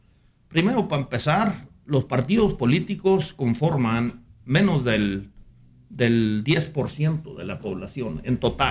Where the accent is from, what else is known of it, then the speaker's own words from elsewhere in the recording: Mexico; los mexicanos podemos solapar al líder